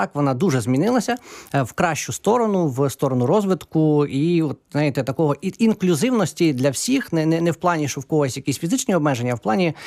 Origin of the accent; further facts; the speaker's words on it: Dubno, Rivne Oblast, Ukraine; also born or lived in Ternopil / Lutsk; Так, я народився в Тернополі в сім'ї студентів-медиків. Вони довчилися, приїхали на Рівненщину там в місто Дубно працювати в лікарні. Я виховувався на Рівненщині